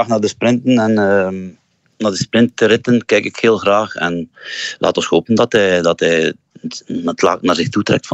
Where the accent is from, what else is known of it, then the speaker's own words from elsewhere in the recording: Zwalm, East Flanders, Belgium; Bertrand, dat was een streekgenoot van mij vroeger. Van ik kom uit Zwalm.